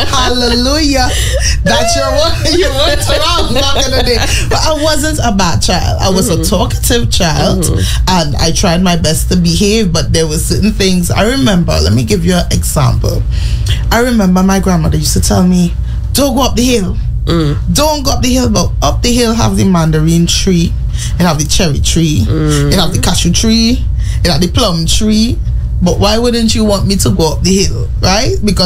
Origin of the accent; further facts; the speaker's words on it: Tobago, Trinidad & Tobago; we're Caribbean girlies and we grew up right here in Tobago, right?